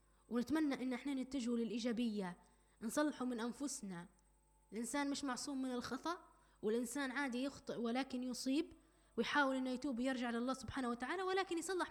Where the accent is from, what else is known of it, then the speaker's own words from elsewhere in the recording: Libya; accent: Libyan; طاسة شاي بلهجتنا